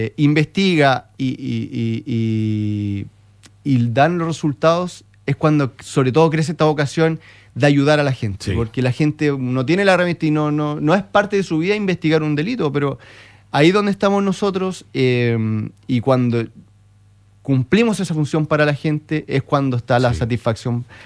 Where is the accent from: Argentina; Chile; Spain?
Chile; Talcahuano, Biobío; En mi ciudad natal, que son 250, en Talcahuano